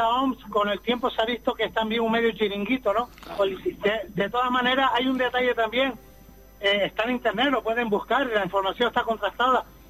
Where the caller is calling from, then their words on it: Canary Islands, Spain; como canario, que soy tan canario como los votantes del PSOE